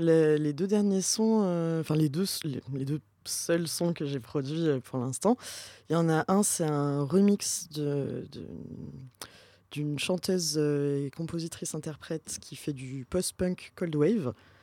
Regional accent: Pau, Nouvelle-Aquitaine, France; Bah, moi, en fait, pour la petite histoire, je viens du sud-ouest de la France. Je viens de Pau, dans le Béarn.

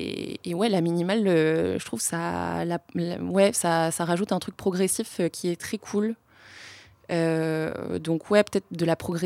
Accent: Romania; moved away; mon enfance en Roumanie

